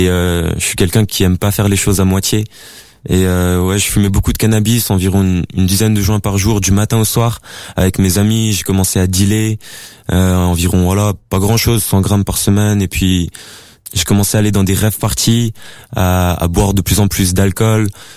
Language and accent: French; Grand Est, France; born there; J'ai 19 ans, je suis né en Alsace.